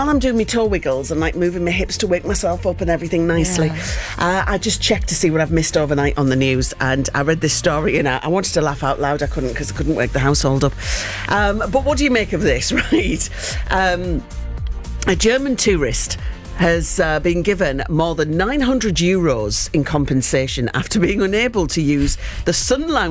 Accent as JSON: {"language": "English", "country": "United Kingdom", "said": "We are British. We queue."}